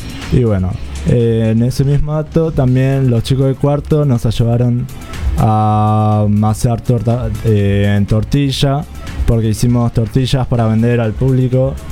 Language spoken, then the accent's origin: Spanish; Buenos Aires, Argentina; Vengo de Buenos Aires, de Virrey Alpino.